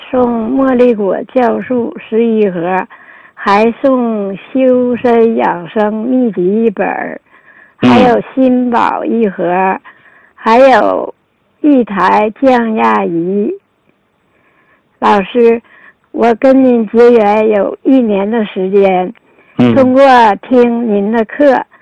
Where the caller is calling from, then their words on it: Shenyang, Liaoning, China; 我来自辽宁省沈阳市一名学员。